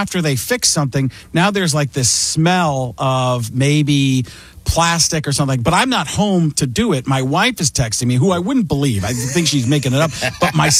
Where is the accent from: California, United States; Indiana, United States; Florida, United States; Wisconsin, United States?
Wisconsin, United States; Milwaukee; So not my hometown. I grew up in Milwaukee